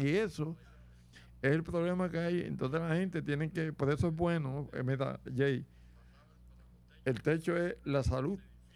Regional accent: Trujillo Alto, Puerto Rico; Trujillo Alto, mi pueblo querido

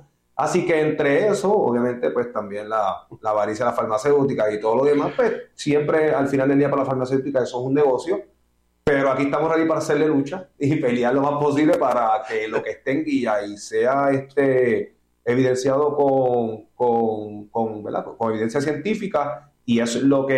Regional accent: Puerto Rico; Esto es como costumbre boricua.

